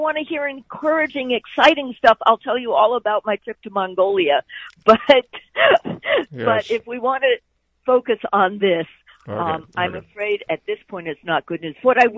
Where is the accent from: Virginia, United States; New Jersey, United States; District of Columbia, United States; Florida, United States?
District of Columbia, United States; Washington; Washington, D.C., my hometown